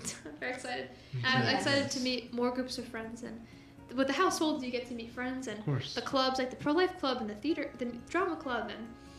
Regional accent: Delaware, United States; now in Florida, United States; When I grew up in Delaware

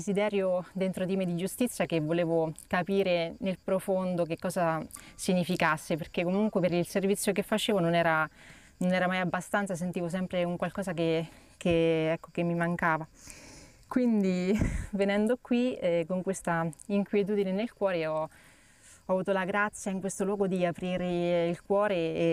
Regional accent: Rome, Lazio, Italy; Vengo da Roma

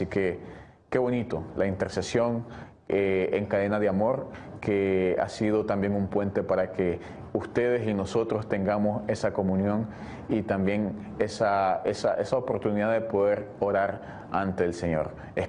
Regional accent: Nicaragua; Gracias a las personas que nos escriben mucho de Nicaragua, que es de donde soy.

